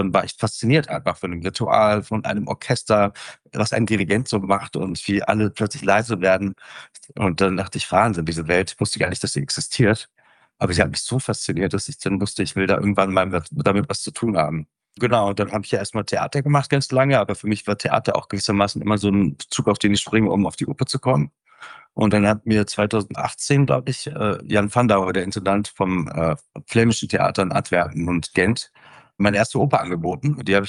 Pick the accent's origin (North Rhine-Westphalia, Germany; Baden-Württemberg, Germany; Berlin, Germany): Berlin, Germany; Ich bin in Kreuzberg aufgewachsen, in der Zossenerstraße.